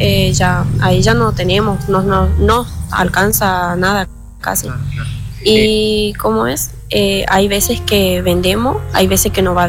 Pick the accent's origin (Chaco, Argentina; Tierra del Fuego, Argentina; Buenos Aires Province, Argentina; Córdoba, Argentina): Chaco, Argentina; Quitilipi; Somos de Quitilipi, Chaco, sí.